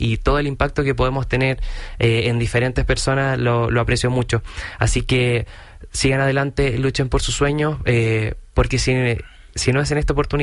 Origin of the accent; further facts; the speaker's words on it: Chile; Muchas veces decimos como chileno, estudio tanto chino mandarín y voy a la tienda a comprar y no me entienden